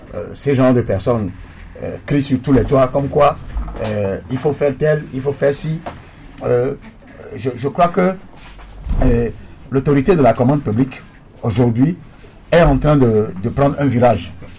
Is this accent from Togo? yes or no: yes; Togo; parce qu'on aime cultiver plus la médiocrité chez nous au Togo que ce qui est l'excellence.